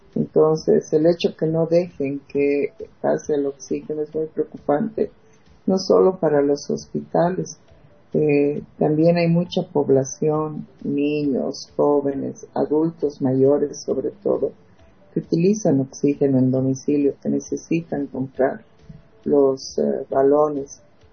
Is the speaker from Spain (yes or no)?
no; Bolivia; somos todos bolivianos